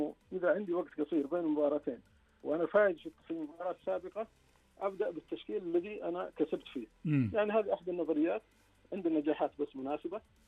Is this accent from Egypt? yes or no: no; Saudi Arabia; أنا كلاعب سعودي